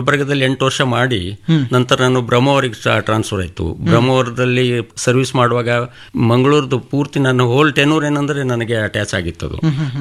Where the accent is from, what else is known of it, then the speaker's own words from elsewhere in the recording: Bidar district, Karnataka, India; also born or lived in Gulbarga; ನಾನು ಬೀದರ್ ಜಿಲ್ಲೆ ಭಾಲ್ಕಿ ತಾಲೂಕಿನ ಕಣಜಿಯನಂತ ಗ್ರಾಮದವನು. ನಾನು ಓದಿದ್ದು ಹೈಸ್ಕೂಲು ಮತ್ತು ಪಿ ಯು ಸಿ ಎಲ್ಲ ಬೀದರ್ನಲ್ಲಿ, ಆಮೇಲೆ ಇಂಜಿನಿಯರಿಂಗು ಗುಲ್ಬರ್ಗದಲ್ಲಿ ಓದಿದ್ದೀನಿ.